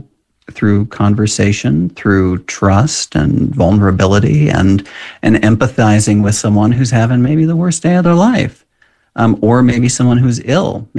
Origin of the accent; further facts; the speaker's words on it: Watertown, Minnesota, United States; I grew up in Watertown, a small town west of the Twin Cities.